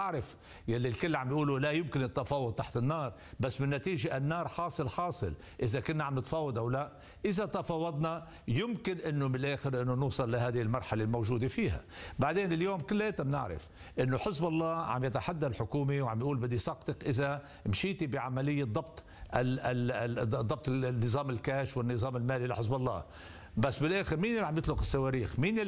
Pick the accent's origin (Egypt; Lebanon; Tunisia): Lebanon; نحن كلبنانيين